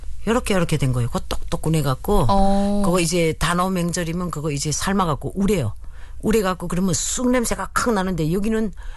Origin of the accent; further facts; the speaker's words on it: North Korea; now in South Korea; 안 맛있어요. 그래도 내 고향 김치 돼서 맛있어요.